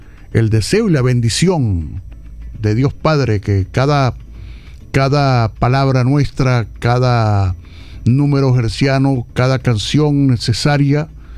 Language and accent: Spanish; Maracaibo, Zulia, Venezuela; Y cuando hablo de Maracaibo, me refiero a la capital, por supuesto, pero a nuestra querida tierra del sol amada, a nuestra ciudad, que es la primera de Venezuela